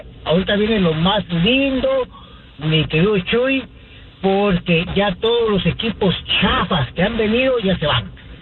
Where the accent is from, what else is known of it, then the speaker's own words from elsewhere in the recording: Guatemala; Porque yo estoy casado con una mexicana. Yo soy guatemalteco y mis hijos son mexicanos, guatemaltecos y estadounidenses.